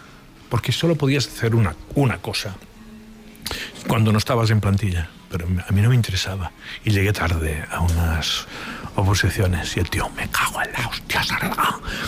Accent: Barcelona, Catalonia, Spain

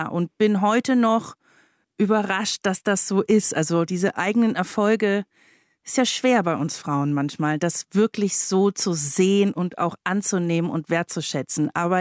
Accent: Baden-Württemberg, Germany; Ich bin in der Region Stuttgart aufgewachsen, Kindergarten. Wir sind ein paar Mal umgezogen.

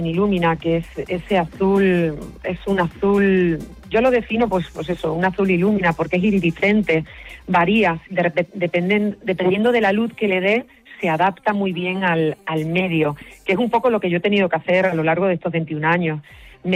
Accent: Community of Madrid, Spain; voy a estar en mi tierra, voy a estar en Madrid

